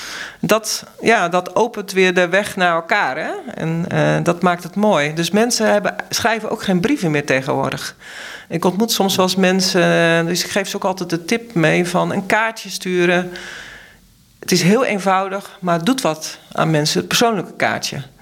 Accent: Ridderkerk, South Holland, Netherlands; also born or lived in Tholen; mijn ouders kwamen uit Tolen. Ik ben zelf verder opgegroeid in de Ridderkerk.

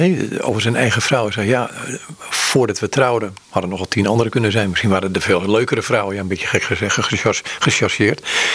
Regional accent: Amsterdam, North Holland, Netherlands; ik ben ook Amsterdammer

